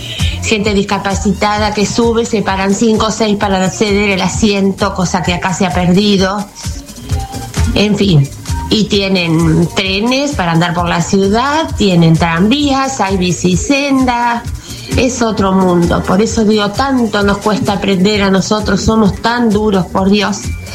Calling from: Ranchos, Buenos Aires Province, Argentina; de Ranchos

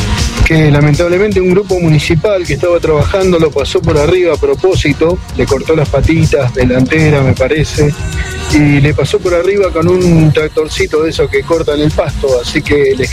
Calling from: Merlo, Buenos Aires Province, Argentina; Bueno, les comento

